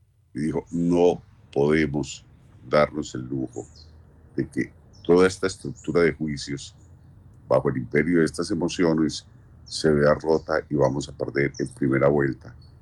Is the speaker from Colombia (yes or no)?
yes; Colombia; Los colombianos sí sabemos lo que es el resultado y el dolor de un tránsito de estadios de la vida en dolores emocionales.